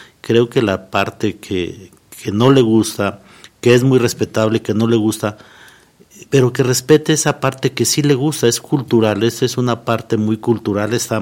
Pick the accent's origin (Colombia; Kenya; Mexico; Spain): Mexico; Guadalajara, Jalisco; yo nací en Guadalajara, Jalisco, y mis abuelos y mis padres nos llevaban desde muy pequeños a mis hermanos y a mí a la Plaza Nuevo Progreso.